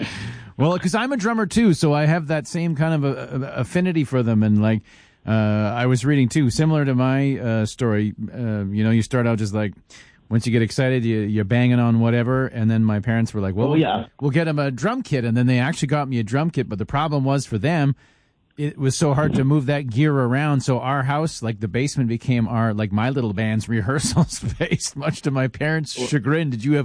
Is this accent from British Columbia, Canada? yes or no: no; Calgary, Alberta, Canada; Back in the 60s, I grew up in Calgary.